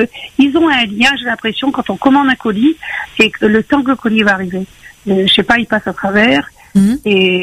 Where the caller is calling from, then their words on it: Mayenne, Pays de la Loire, France; je suis en Mayenne